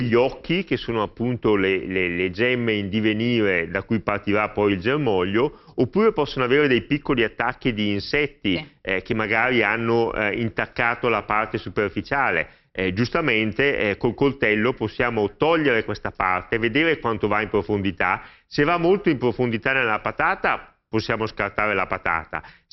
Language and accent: Italian; Brescia, Lombardy, Italy; io che sono bresciano